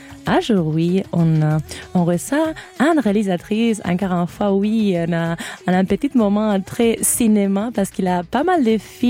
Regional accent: Valencia, Valencian Community, Spain; Elle vient de Barcelone. Moi, je viens de Valence.

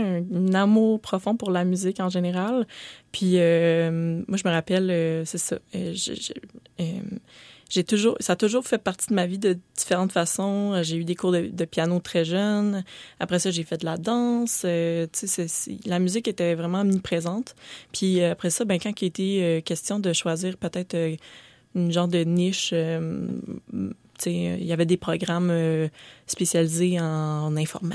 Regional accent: Saint-Jérôme, Quebec, Canada; Surtout pas dans mon patelin de région de Saint-Jérôme. Il n'y avait pas grand chorale.

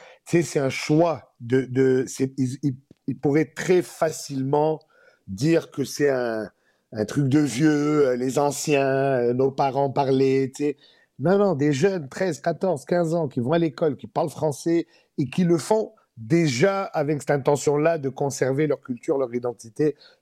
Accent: Quebec, Canada; moi, je suis né, j'ai grandi au Québec, j'ai été élevé avec ce sentiment de... francophone, gaulois, au milieu de la mer anglophone, et que c'était nous les derniers résistants.

